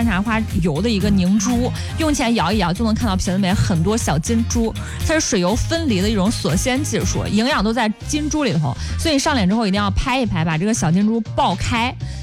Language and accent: Chinese; Henan, China; 咱作为河南人